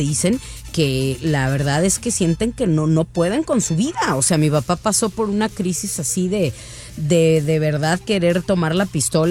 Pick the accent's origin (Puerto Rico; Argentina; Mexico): Mexico; con la educación que traemos como mexicanos, cállate.